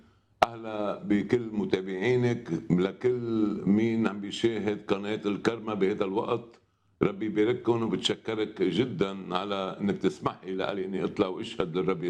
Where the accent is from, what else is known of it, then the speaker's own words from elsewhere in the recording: Lebanon; ما ربيت بجو عائلة فيها سلام، لأنه بعمري كان في حروب بلبنان، وما بعرف أكتريكن سامع عن الحرب الأهلية بلبنان. وبحرب الأهلية كان عمري 15 سنة